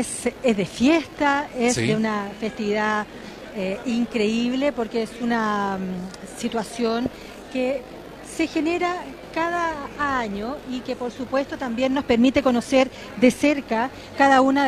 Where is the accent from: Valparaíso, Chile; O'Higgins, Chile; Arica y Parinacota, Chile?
Valparaíso, Chile; Los Andes; contenta de vivir nuevamente esta fiesta como andina también